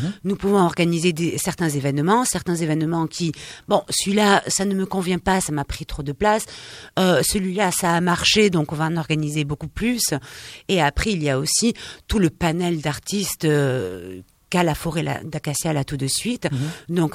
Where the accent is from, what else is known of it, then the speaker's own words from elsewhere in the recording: Nouvelle-Aquitaine, France; Je suis basque. Et fière de l'être, je dois dire.